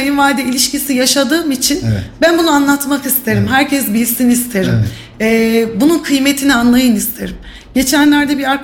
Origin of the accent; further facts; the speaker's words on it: Kayseri, Turkey; Yeni evliyim. Ben de Kayseri'nin yerlisiyim. Eşim de Kayseri'nin yerlisi.